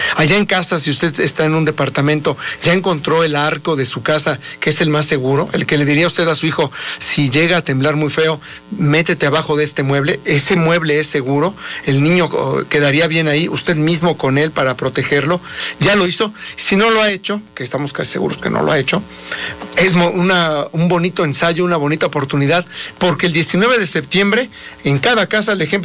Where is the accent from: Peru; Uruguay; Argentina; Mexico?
Mexico; Puebla; nosotros como poblanos